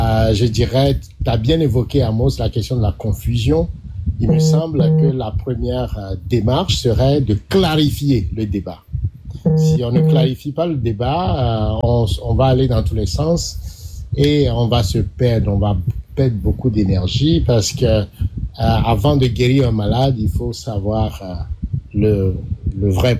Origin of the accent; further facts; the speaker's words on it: Togo; en tant que Togolais